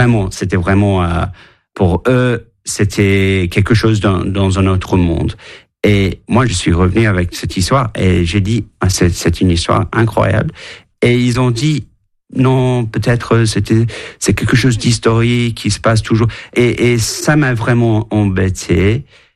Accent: London, United Kingdom; French is a second language; parce que moi je suis grec d'origine, j'ai grandi à Londres, et je parlais français assez bien, comme tu sens

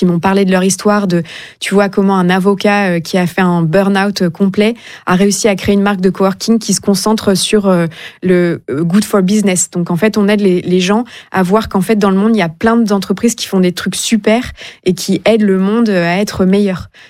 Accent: Réunion, France; Évidemment, je suis française, mais j'ai grandi aussi à La Réunion. Donc, j'ai grandi dans une île, dans un dom-tom.

